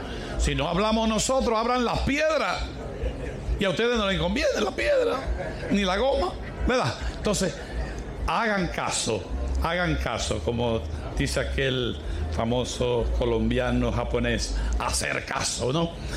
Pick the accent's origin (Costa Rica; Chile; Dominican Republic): Dominican Republic; Villa Trina, Espaillat; Los que vivimos en la montaña, y yo soy de Villa Trina, ¿verdad? Los que somos de lugares frescos y tenemos aire acondicionado central